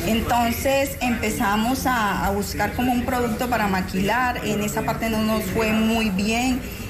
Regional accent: Tierralta, Córdoba, Colombia; Somos de Tierra Alta, Córdoba.

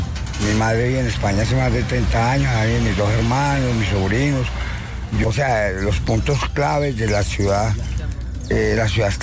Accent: Risaralda, Colombia; born there; yo tengo 58 años, yo nací acá en esta ciudad.

